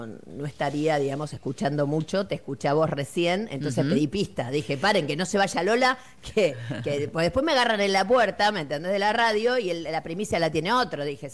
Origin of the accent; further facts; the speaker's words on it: Buenos Aires, Argentina; born there; yo nací en Villa Soldati.